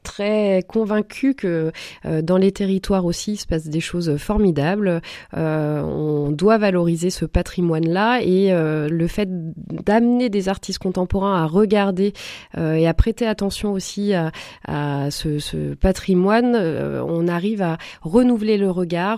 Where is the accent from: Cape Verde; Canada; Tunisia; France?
France; Auvergne-Rhône-Alpes; je vis à Rovona. Je suis originaire de l'Ain, même si je travaille à Lyon et puis voilà, selon les projets, parfois en France.